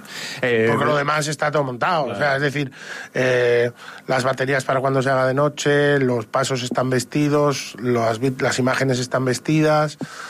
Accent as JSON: {"language": "Spanish", "area": "Zamora", "region": "Castile and León", "country": "Spain", "said": "somos de Zamora"}